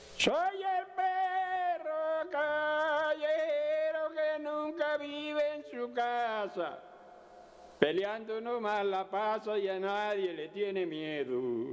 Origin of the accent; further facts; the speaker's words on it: Sabana Nueva, Colombia; vengo de Sabana Nueva, tengo 82 años.